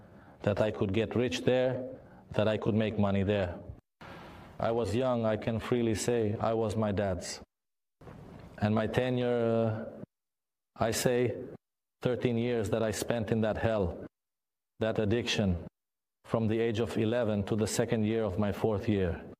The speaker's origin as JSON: {"language": "English", "town": "Zagreb", "region": "City of Zagreb", "country": "Croatia", "tie": "born or raised there", "moved": "as an adult", "lives_now": "Herzegovina, Bosnia and Herzegovina", "said": "for many years, I grew up and lived in Zagreb."}